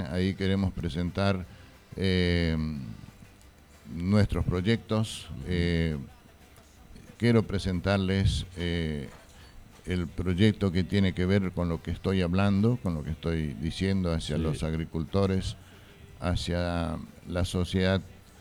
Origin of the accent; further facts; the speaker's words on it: Fram, Itapúa, Paraguay; born there; moved away; also born or lived in Argentina; Y mi terruño, porque aquí nací, mi terruño Fram. Y vine a Fram a vivir y a trabajar por este terruño